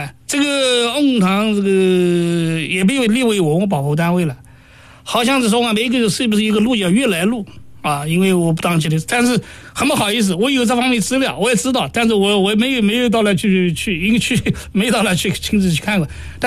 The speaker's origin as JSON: {"language": "Chinese", "town": "Nanjing", "region": "Jiangsu", "country": "China", "said": "我们南京人都喜欢沐浴文化，洗澡。"}